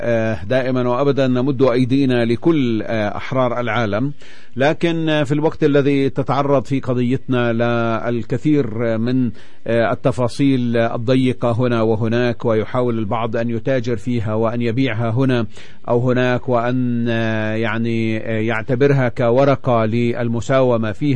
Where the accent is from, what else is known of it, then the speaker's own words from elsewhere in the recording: Palestine; المفروض انه احنا بين بعضنا كفلسطينيين نصير نستوعبها،